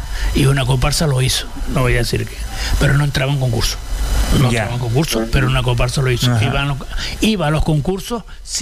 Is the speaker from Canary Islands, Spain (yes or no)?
yes; Canary Islands, Spain; somos canarios por todos lados.